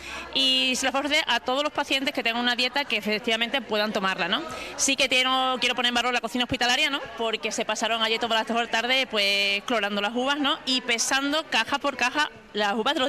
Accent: Almendralejo, Extremadura, Spain; en mi pueblo de Almendralejo huele a mosto

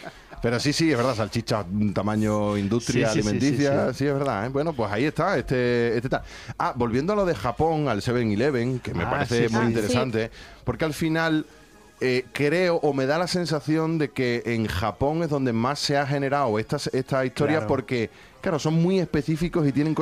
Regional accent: Mérida, Extremadura, Spain; Aquí sería, que yo sepa, en la ciudad de Mérida, que es de donde soy

